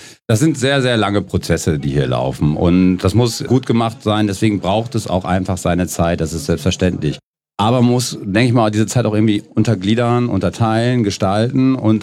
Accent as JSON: {"language": "German", "town": "Münster", "region": "North Rhine-Westphalia", "country": "Germany", "tie": "born or raised there", "said": "ich persönlich bin an der benachbarten Kaserne aufgewachsen in der Nähe, an der Loddenheide"}